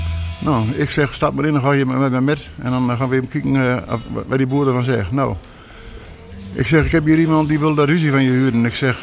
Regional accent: Grollo, Drenthe, Netherlands; Ja, ik ben in 1945 geboren in Grollo. Mijn vader, die had een, mijn vader en moeder, die hadden een smederij.

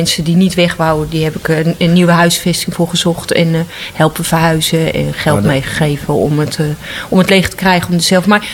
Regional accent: Utrecht, Netherlands; born there; Ik ben op de Oude Gracht geboren.

